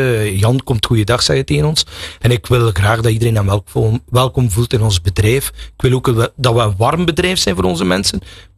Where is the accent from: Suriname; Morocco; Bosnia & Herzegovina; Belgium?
Belgium; Ik ga nooit niet zeggen, wij als Belgen hebben iets uitgevonden.